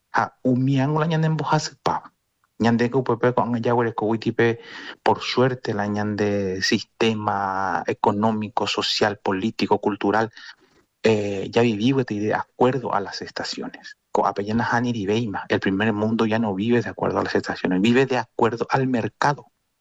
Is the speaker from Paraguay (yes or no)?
yes; Paraguay; como paraguayo, como sociedad paraguaya